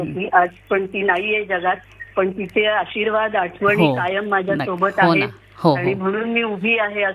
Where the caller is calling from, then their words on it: Mumbai, Maharashtra, India; बोलते खार.